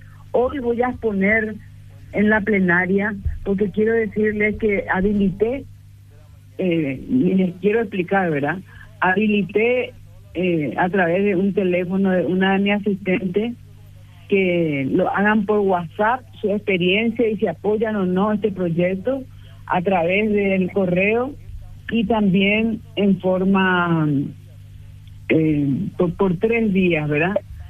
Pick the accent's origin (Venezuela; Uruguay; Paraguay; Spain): Paraguay